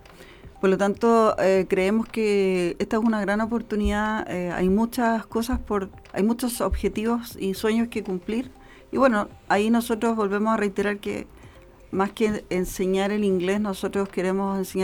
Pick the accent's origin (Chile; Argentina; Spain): Chile